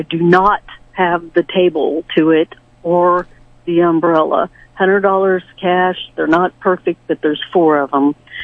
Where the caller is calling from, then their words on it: Sedalia, Missouri, United States; Hi, I'm calling from Sedalia, Missouri.